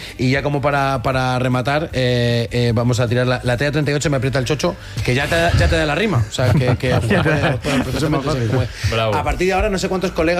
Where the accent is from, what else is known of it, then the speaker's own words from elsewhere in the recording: Valencian Community, Spain; A ver, soy valenciano, o sea, que esto, o sea, puede valer.